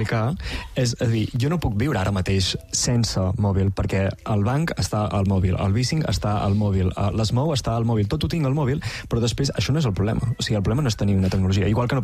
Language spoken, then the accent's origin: Catalan; Olot, Catalonia, Spain; sóc d'Olot